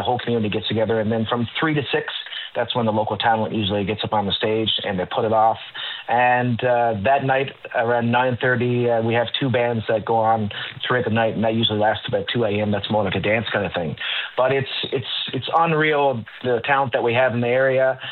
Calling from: Ramea, Newfoundland and Labrador, Canada; I'm calling from Ramya. So I'm a member of the volunteer fire department here.

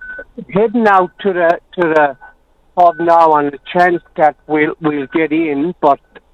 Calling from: Flat Rock, Newfoundland and Labrador, Canada; I'm from Flat Rock.

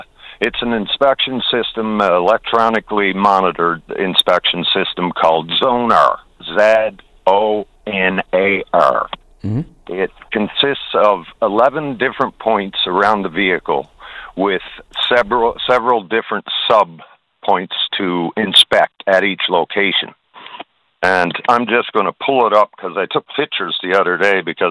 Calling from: St. Anthony, Newfoundland and Labrador, Canada; This morning I'm calling from St. Anthony. I'm a NL school bus driver at White Hills Academy.

